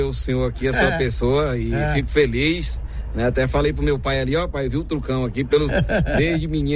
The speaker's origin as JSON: {"language": "Portuguese", "town": "Teresina", "region": "Piauí", "country": "Brazil", "tie": "born or raised there", "moved": "yes", "lives_now": "Floresta, Brazil", "said": "Sou natural de Teresina, no Piauí."}